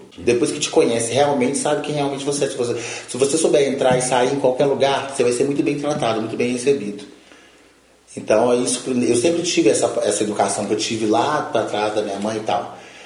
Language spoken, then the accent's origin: Portuguese; Belo Horizonte, Minas Gerais, Brazil; tenho 43 anos, nasci em Belo Horizonte, cresci no Morro das Pedras.